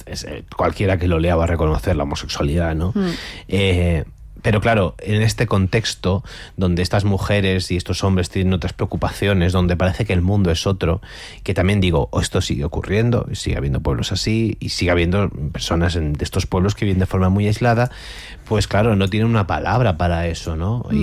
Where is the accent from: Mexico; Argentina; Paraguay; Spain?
Spain; Andalusia; y yo soy del Levante. Yo he descubierto la comida del Levante y la cultura del Levante con mis amigos y con mi novio.